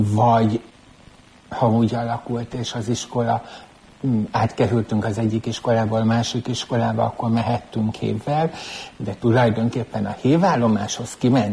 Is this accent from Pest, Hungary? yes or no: yes; Szigethalom, Pest, Hungary; Nagy községbe születtem, ma már város, Szigethalmon nőttem föl.